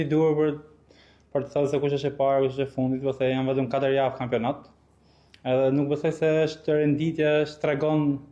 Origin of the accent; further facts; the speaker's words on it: Elbasan, Elbasan County, Albania; moved away as an adult; now in Shkodër, Albania; unë jam nga Elbasani, jam lindur dhe rritur dhe kam dalë të Akademia Elbasanit